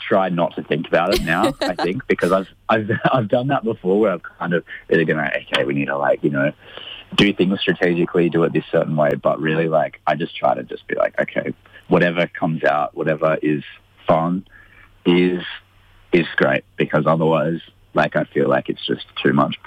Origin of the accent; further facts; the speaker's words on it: Albany, Western Australia, Australia; the hometown that we grew up in Western Australia, called Albany.